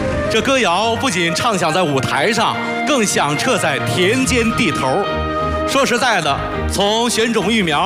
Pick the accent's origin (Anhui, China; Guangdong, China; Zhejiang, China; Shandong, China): Anhui, China; 咱们安徽人不服输的韧劲